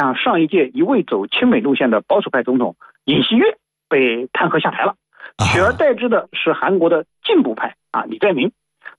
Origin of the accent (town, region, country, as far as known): China